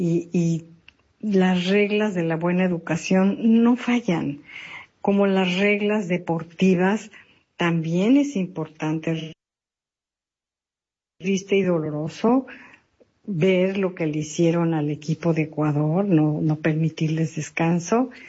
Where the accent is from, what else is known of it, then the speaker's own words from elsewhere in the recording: Mexico; nosotros como mexicanos, cuando nos unimos, somos tan linda gente.